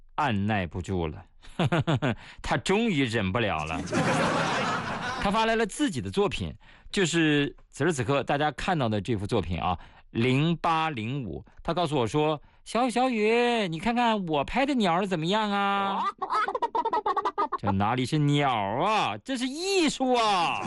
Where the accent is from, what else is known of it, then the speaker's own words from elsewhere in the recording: Shanxi, China; 醋在我们老家山西